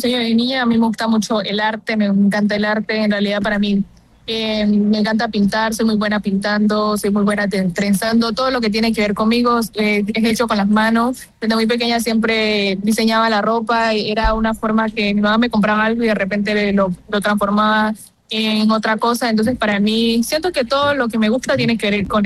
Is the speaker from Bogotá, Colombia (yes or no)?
no; Tumaco, Nariño, Colombia